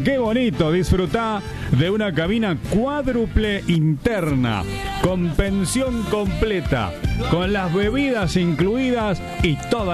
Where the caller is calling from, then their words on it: Mendoza, Argentina; de Mendoza Capital, tengo 47 años.